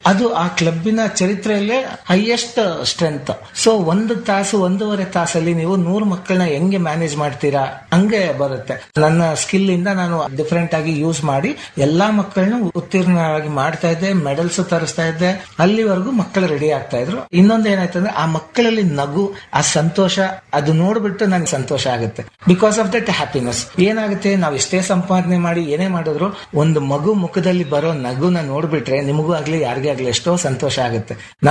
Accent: Ballari, Karnataka, India; now in Bengaluru, India; ಅದ್ರ ಬಿಫೋರ್ ನಾನು ಬಳ್ಳಾರಿಯವನು, ಅಲ್ಲಿ ನಂದು ಪ್ರಿಂಟಿಂಗ್ ಅಡ್ವರ್ಟೈಸಿಂಗ್ ಆತರ ಲೈನ್ ಇತ್ತು. ನನಗೆ ಸ್ವಲ್ಪ ಕಾರಣಾಂತರಗಳಿಂದ ಹೆಲ್ತ್ ಸ್ವಲ್ಪ ಇಶ್ಯೂ ಆಗೋಯ್ತು. ನಾನು ಬೆಂಗಳೂರಿಗೆ ಶಿಫ್ಟ್ ಆದೆ.

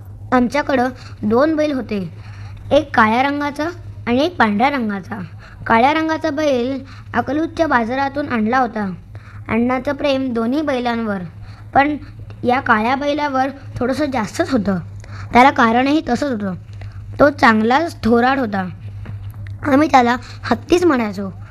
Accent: Dighanchi, Maharashtra, India; मला माझं गाव आठवलं। सांगली जिल्ह्यात आटपाडी तालुक्यातलं दिघंची हे माझं गाव।

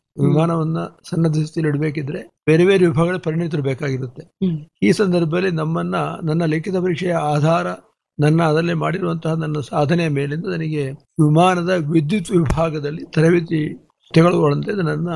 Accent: Karnataka, India; ಆ ಸಂದರ್ಭಗಳಲ್ಲಿ ನಮ್ಮ ಜಿಲ್ಲೆಯಿಂದ ಅಥವಾ ನಮ್ಮ ಕರ್ನಾಟಕ ದಕ್ಷಿಣ ಜಿಲ್ಲೆಯಿಂದ ನನ್ನಿಂದ ಒಂದು 2-4 ವರ್ಷ ಹೆಚ್ಚಿನ ವಯಸ್ಸಿನವರು ಸುಮಾರು ಜನ ಭಾರತೀಯ ವಾಯುಸೇನೆಗೆ

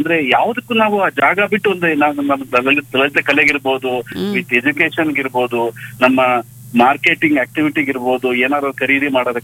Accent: Bhadravati, Karnataka, India; now in Bengaluru, India; ನಾನು ಹುಟ್ಟಿ ಬೆಳೆದ ಭದ್ರಾವತಿ ತಾಲೂಕ್

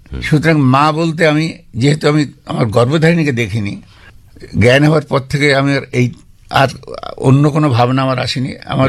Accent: Beleghata, West Bengal, India; born there

